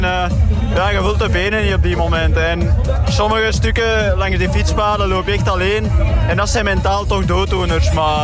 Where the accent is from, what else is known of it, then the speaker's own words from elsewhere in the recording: Mechelen, Flanders, Belgium; now in Tremelo, Belgium; Ik ben van Mechelen, maar ik woon in Tremelo.